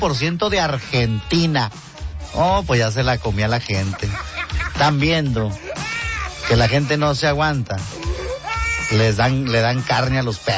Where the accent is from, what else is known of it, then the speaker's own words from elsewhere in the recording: Ciudad Juárez, Chihuahua, Mexico; born there; also born or lived in Fresnillo, Zacatecas; A los 9 meses de nacido me trajeron a Ciudad Juárez cuando aún no estaba registrado ni bautizado, Padre Santo. Por eso me registraron aquí en el estado de Chihuahua.